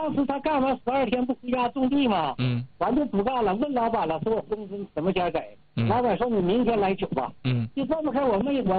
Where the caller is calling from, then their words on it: Liaoyuan, Jilin, China; 我是东风县的